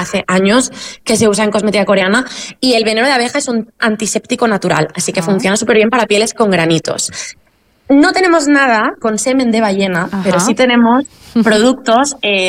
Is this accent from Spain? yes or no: yes; Valencia, Valencian Community, Spain; Yo soy valenciana